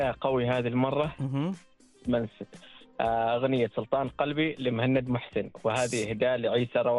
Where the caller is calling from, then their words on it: Samail, Ad Dakhiliyah, Oman; اكلمك والله من سمايل